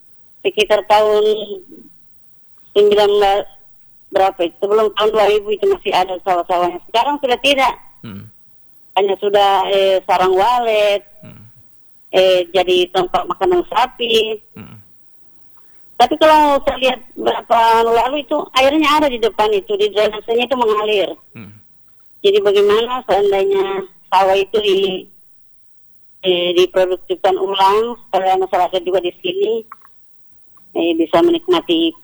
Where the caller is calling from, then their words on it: Tambun, West Java, Indonesia; Saya dari Tambun ini.